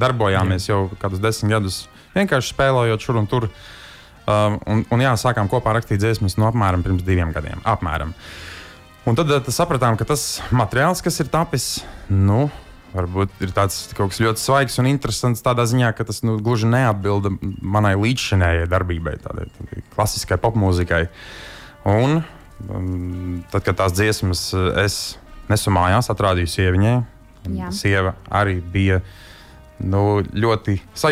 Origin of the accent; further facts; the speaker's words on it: Madona, Vidzeme, Latvia; now in Riga, Latvia; Es esmu dzimis Audas Madonietis, tā kā mēs arī esam tikai ienākuši Rīgā.